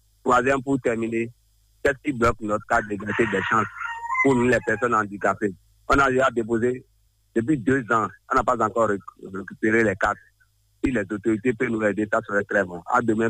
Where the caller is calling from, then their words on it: Benin; depuis Gakwe.